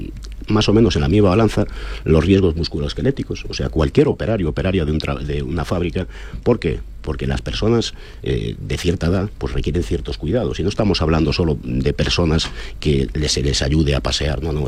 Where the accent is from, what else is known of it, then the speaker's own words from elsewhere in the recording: Galicia, Spain; yo, que soy de Galicia